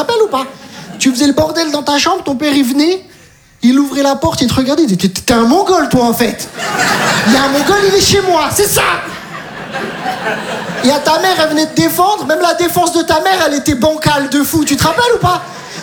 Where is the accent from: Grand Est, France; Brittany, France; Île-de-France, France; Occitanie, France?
Grand Est, France; Metz; Je viens de Metz